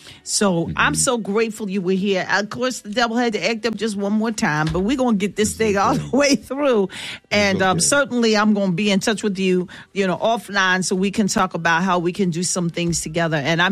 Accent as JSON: {"language": "English", "town": "Philadelphia", "region": "Pennsylvania", "country": "United States", "said": "I tell people I'm from North, N-O-R-F, Philly."}